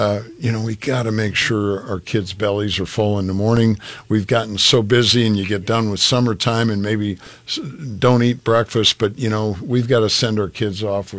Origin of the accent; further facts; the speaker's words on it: Columbus, Nebraska, United States; My hometown is Columbus, so there's a Highway 81 goes through Columbus as an example.